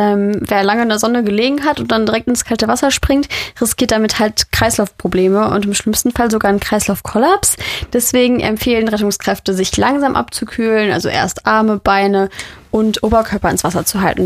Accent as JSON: {"language": "German", "town": "Düsseldorf", "region": "North Rhine-Westphalia", "country": "Germany", "tie": "born or raised there", "said": "Das kenne ich zum Beispiel auch noch aus meiner Heimat Düsseldorf, wo nämlich immer extrem davor gewarnt wurde, nicht im Rhein zu schwimmen."}